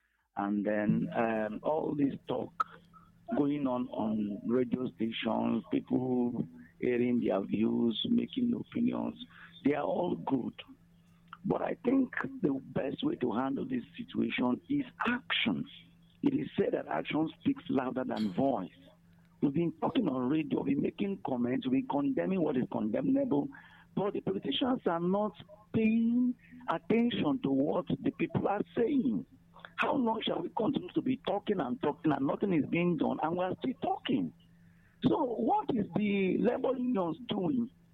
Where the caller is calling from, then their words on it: Ugo, Nigeria; I'm calling you from Ugo.